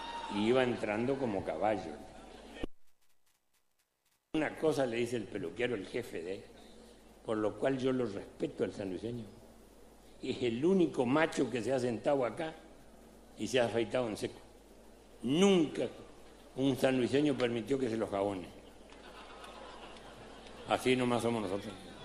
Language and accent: Spanish; Chaco, Argentina; nosotros antes fuimos territorio nacional del Chaco, antes de ser provincia.